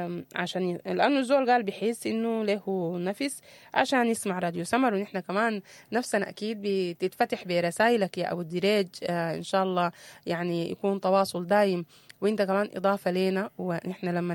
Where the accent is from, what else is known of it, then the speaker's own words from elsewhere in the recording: Sudan; أنا أفريقي وأنا سوداني،